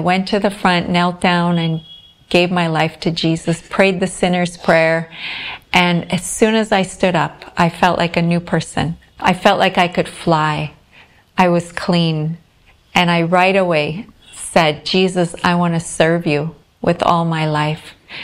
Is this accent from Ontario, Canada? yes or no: no; Whitemouth, Manitoba, Canada; now in Visakhapatnam, India; a nice Indian name. I'm from White Mouth, Manitoba, Canada. Small town there, and I'm living now in Visakhapatnam, India.